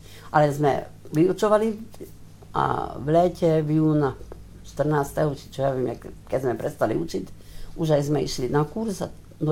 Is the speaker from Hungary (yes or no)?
yes; Tótkomlós, Békés, Hungary; chodili po Bekieskej Čabe, v Tótku Mlóši, odkiaľ sme boli. Však najmä z Dolnej zemi, potom bol z Kestúca. My sme boli z Mlinkov